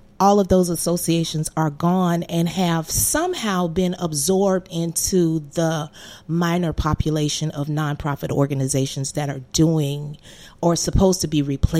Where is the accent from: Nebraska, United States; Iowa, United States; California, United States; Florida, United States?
Florida, United States; now in Arkansas, United States; I am an immigrant from Florida.